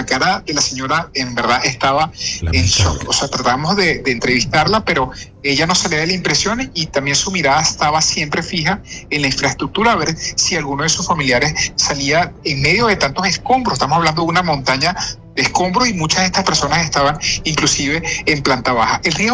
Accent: Maturín, Monagas, Venezuela; now in Caracas, Venezuela; yo soy de Oriente, soy de Maturín

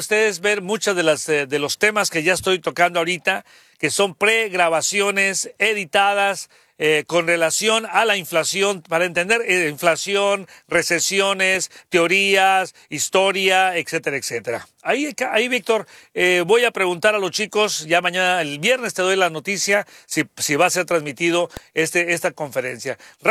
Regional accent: Baños, Tungurahua, Ecuador; Ándale, Baños es mi ciudad natal, tuve que viajar a Baños por motivos personales.

